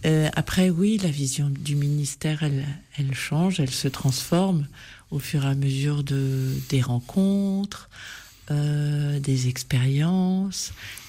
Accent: Normandy, France; moved away; viens d'un milieu catholique, je suis née dans une ferme, enfin je ne suis pas née, j'ai grandi dans une ferme en Seine-Maritime.

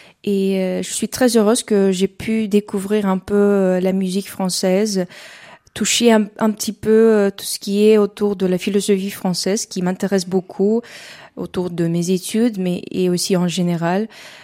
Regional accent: Uzbekistan; French is a second language; moved away as an adult; Chez nous, en Ouzbékistan, c'est un peu différent.

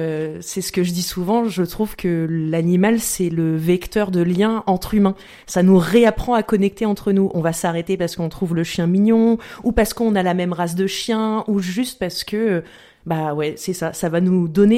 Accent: Normandy, France; born there; also born or lived in Caen; now in Fresney-le-Puceux, France; Je suis née en Haute-Normandie, mais j'ai passé la majeure partie de ma vie d'adulte ici à Caen, dans la campagne caennaise.

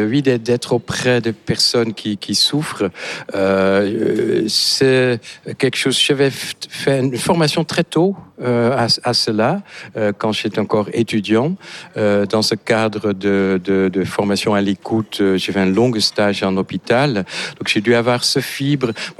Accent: Netherlands; French is a second language; moved away as an adult; also born or lived in Amsterdam; now in France; depuis les 35 ans que je suis en France. Je suis néerlandais et donc venu il y a 35 ans en France.

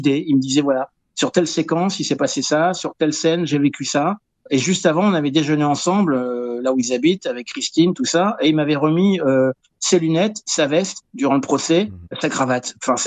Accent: Thionville, Grand Est, France; je suis né en 67 à Thionville. Donc moi, ma ville natale, c'est Thionville, hein, je reste un Thionvillois quand même.

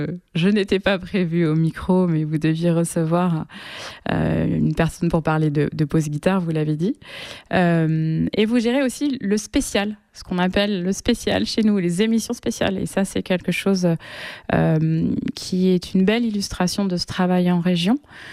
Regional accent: Poitiers, Nouvelle-Aquitaine, France; also born or lived in Bordeaux / Paris / Rouen; now in Montpellier, France; Je suis originaire du Poitou, je suis originaire de Poitiers, et j'ai pas mal bougé à partir de mon bac, et j'ai vécu à Bordeaux, à Paris, à Rouen

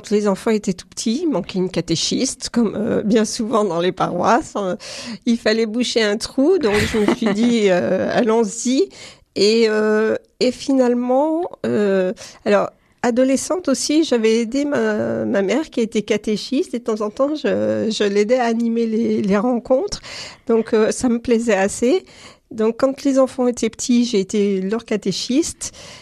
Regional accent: Modane, Auvergne-Rhône-Alpes, France; born there; moved away; also born or lived in Grenoble; Je suis née à Modane, donc en Maurienne. Donc savoyard de cœur, de racine, voilà. Et en Savoie, je suis là depuis une dizaine d'années. J'ai continué à travailler sur Grenoble en étant en Savoie. Et maintenant, je suis à la retraite

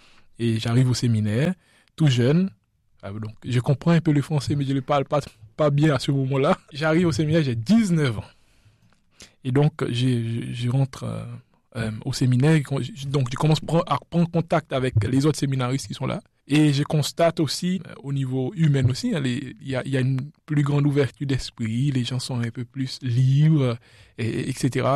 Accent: La Digue, Seychelles; French is a second language; moved away as an adult; now in France; je viens des Seychelles, les îles Seychelles. J'ai grandi aux Seychelles dans une île qui s'appelle la Digue. À savoir que nous avons 115 îles aux Seychelles et donc il y a trois îles principales, je dirais. Et moi, je viens de celui qui s'appelle la Digue. La plus petite parmi les trois

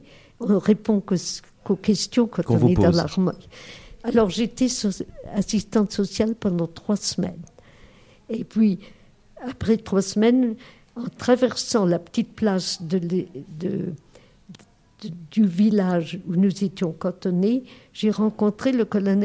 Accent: Metz, Grand Est, France; je suis de Metz et je parle l'allemand couramment.

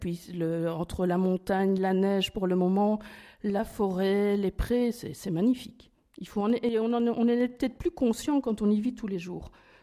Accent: northern France, France; now in Aude, France; je viens du Nord

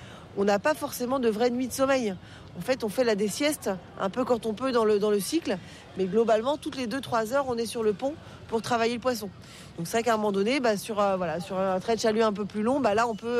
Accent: Cairo, Cairo Governorate, Egypt; Pareil, moi je suis du Caire

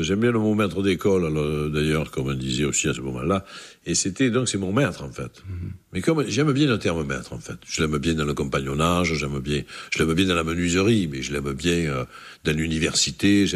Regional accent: Marseille, Provence-Alpes-Côte d'Azur, France

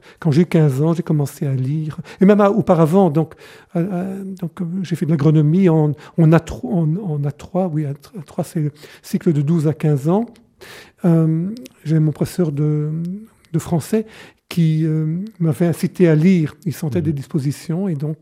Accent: Pottes, Wallonia, Belgium; Alors, j'ai grandi où je suis né plutôt à Pothes. Donc, c'est une petite ville à quelques kilomètres de Tournai, dans le Tournaisis, donc. Et mes parents étaient fermiers, paysans, comme on dit. Et donc, je suis né en 1952

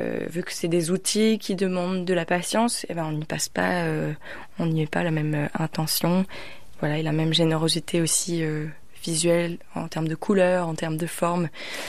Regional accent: Pouldreuzic, Brittany, France; Moi j'aime bien faire le lien parce que j'ai grandi à Poulresic et du coup je trouve que.

